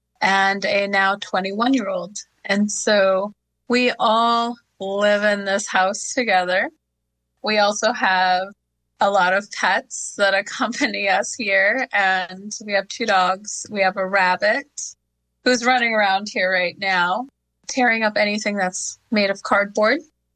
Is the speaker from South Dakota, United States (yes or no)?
yes; South Dakota, United States; now in Shakopee, United States; I am full woman, and I am from Sisseton Wahpeton Oyate, and I am joining here in Shakopee, Minnesota.